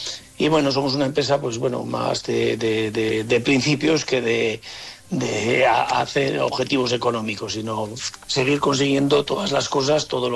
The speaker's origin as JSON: {"language": "Spanish", "region": "La Rioja", "country": "Spain", "said": "Somos riojanos, siempre lo llevamos en todos los lados"}